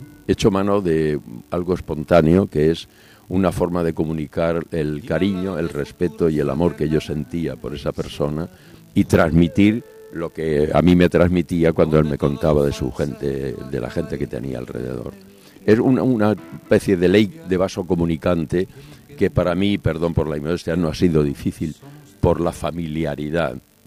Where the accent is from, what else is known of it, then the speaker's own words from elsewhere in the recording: Chinchón, Community of Madrid, Spain; Su bisabuela era de Valdelaguna y yo soy de Chinchón, o sea, un pueblo muy cerca del mío. A él le crió su abuela y a mí la mía.